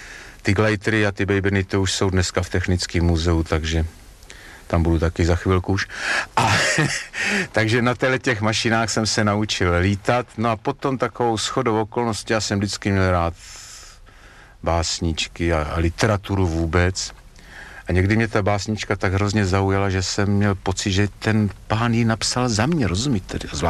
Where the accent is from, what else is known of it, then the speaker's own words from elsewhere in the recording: Smiřice, Hradec Králové Region, Czechia; a když se u nás ve Smiřicích najednou objevila cedulka, že pan profesor Skupa zavítal k nám se svým loutkovým divadlem